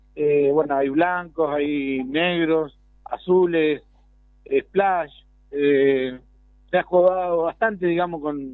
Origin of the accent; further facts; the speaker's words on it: General Lavalle, Buenos Aires Province, Argentina; De Pavón de General Lavalle.